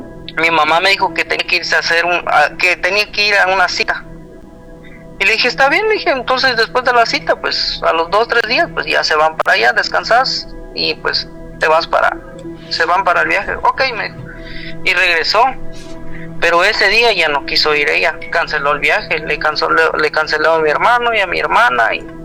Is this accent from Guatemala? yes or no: yes; Guatemala; now in United States; Sí, ella, yo soy de Guatemala, ella allá en el pueblo.